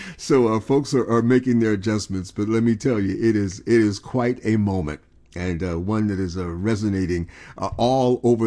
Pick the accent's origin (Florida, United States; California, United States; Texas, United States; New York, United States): New York, United States; Buffalo; my own hometown, Buffalo, New York